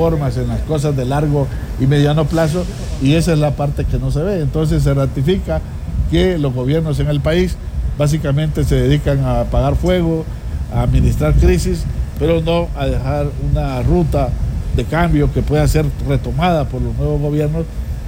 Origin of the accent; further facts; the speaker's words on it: Honduras; la cantidad que somos de hondureños